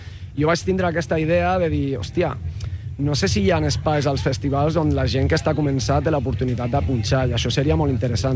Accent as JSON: {"language": "Catalan", "region": "Region of Murcia", "country": "Spain", "second_language": "Catalan", "moved": "as an adult", "lives_now": "Barcelona, Spain", "said": "Jo sóc de Múrcia, però xerraré en català"}